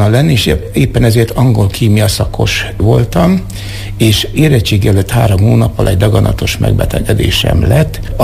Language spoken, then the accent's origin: Hungarian; Miskolc, Borsod-Abaúj-Zemplén, Hungary; Én egy végtelenül szegény, de rendkívül tisztességes családba születtem, negyedik fiú gyermekként, Miskolcon.